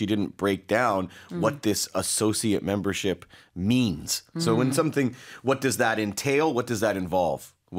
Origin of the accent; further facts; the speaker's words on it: Canada; moved away; as a Canadian